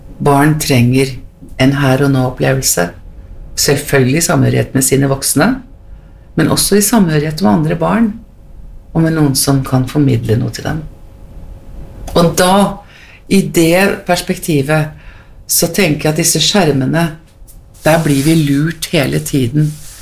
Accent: Heggedal, Akershus, Norway; born there; fire- og femåring foran radioapparatet hjemme på Heggedal.

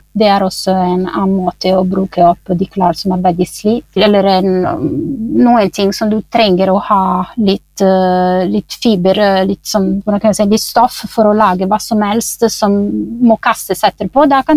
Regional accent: Italy; Norwegian is a second language; now in Norway; jeg kommer fra Italia

